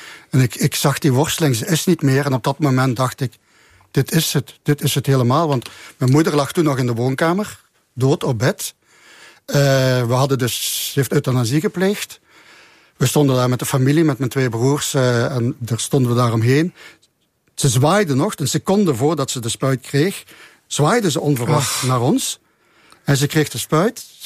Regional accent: Limburg, Belgium; wat de gewoonte is bij ons in Limburg, het belang van Limburg.

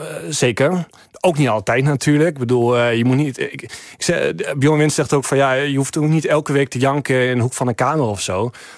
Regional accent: Overijssel, Netherlands; maar ik heb altijd gedacht dat ik te gevoelig was als Twentse man.

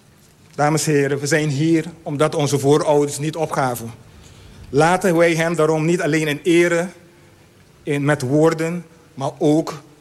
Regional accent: Rincon, Bonaire, Caribbean Netherlands; born there; first language Papiamento; Dutch is a second language; Rincon. Het dorp waar ik ben geboren.

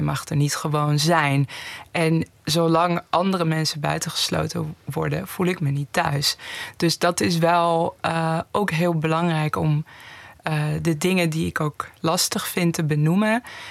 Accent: Tehran, Tehran Province, Iran; now in Netherlands; Ik had nog nooit in een kleine gemeenschap gewoond. Ik kom zelf uit Teheran, ik heb altijd in grote steden gewoond.

